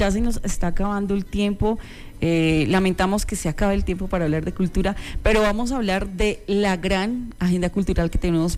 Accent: Boyacá, Colombia; nosotros como boyacense tengamos la identidad

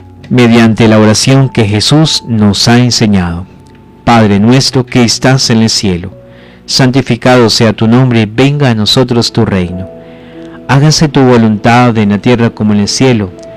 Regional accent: Colombia

